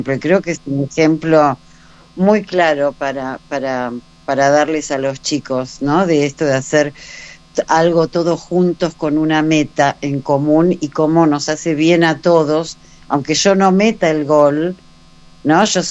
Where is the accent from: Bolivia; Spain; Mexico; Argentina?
Argentina; lo que vivimos como argentinos. Yo sí lo viví